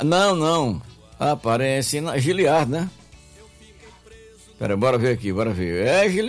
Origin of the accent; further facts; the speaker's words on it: Juazeiro, Brazil; do Juazeiro, minha terra aí